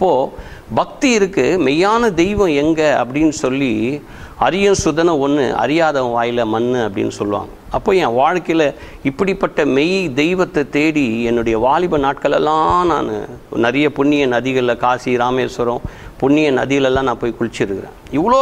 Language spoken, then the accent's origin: Tamil; Chennai, Tamil Nadu, India; அங்கே தான் நான் பிறந்து வளர்ந்தது எல்லாமே.